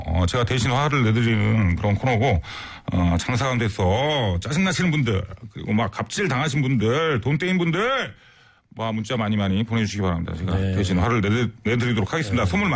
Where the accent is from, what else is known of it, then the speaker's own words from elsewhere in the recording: Incheon, South Korea; 저도 인천 사람인데.